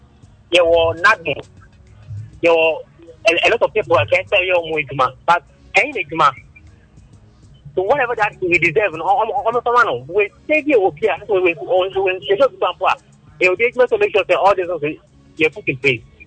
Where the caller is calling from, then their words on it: Ghana; I'm calling from Takari.